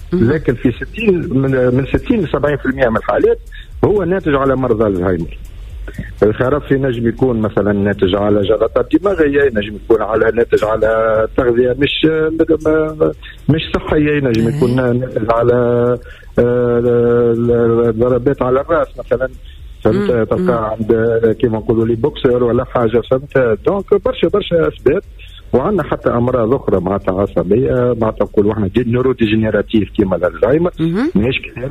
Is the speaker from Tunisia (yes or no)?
yes; Tunisia; واحنا في الجمهورية التونسية